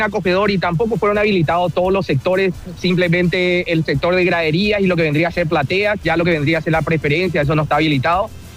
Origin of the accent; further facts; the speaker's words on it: Asunción, Paraguay; now in United States; Pero mirá que aquí me encontré con un compatriota de Barrio San Pablo. Yo soy de Barrio San Pablo